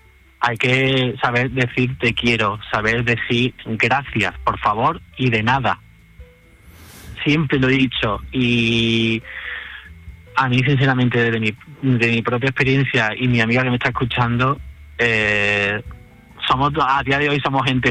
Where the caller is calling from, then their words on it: Cabra, Andalusia, Spain; desde Cabra, Córdoba.